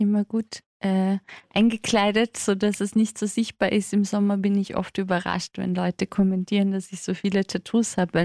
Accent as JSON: {"language": "German", "region": "Burgenland", "country": "Austria", "tie": "born or raised there", "said": "Nein, ich bin ja im Burgenland aufgewachsen, aber meiner Mutter war es sehr wichtig, dass ich Hochdeutsch spreche und Hochdeutsch lerne"}